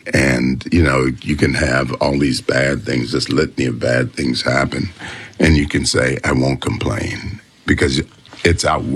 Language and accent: English; Pinpoint, Georgia, United States; born there